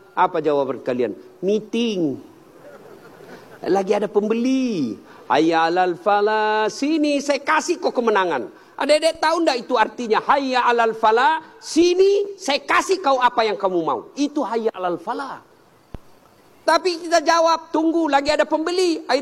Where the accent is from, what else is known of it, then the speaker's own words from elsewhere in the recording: South Sulawesi, Indonesia; Saya orang Bugis